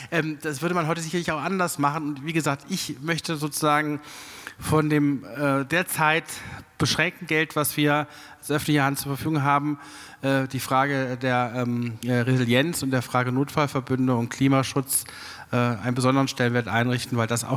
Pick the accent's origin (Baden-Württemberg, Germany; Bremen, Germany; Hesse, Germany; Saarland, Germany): Hesse, Germany; Kassel; Ja, wir beide, Frau Tevasenius und ich, wir kommen aus Kassel.